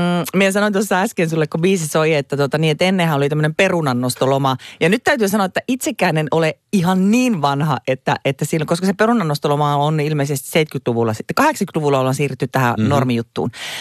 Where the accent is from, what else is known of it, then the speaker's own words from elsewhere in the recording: Lapland, Finland; moved away; mä olin sieltä Lapista kotoisin